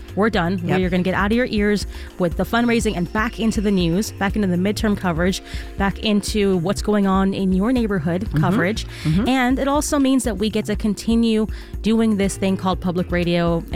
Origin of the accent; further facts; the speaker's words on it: Long Beach, California, United States; born there; Big thank you to Andrew J. Court from Long Beach, my hometown, or at least my birthplace, I guess.